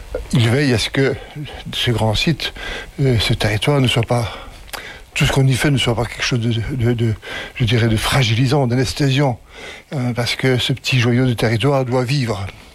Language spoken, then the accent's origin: French; Grand Est, France; Non, mais je suis pas originaire de Lyosson, je suis lorrain au départ. Mais ça fait 40 ans maintenant que j'habite ici